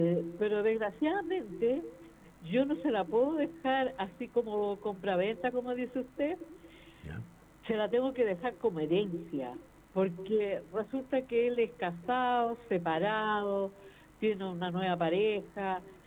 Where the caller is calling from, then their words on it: Valparaíso, Chile; De Valparaíso, Playa Ancha.